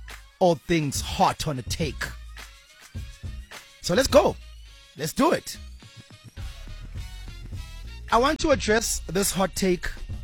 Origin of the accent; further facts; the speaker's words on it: South Africa; I'm from South Africa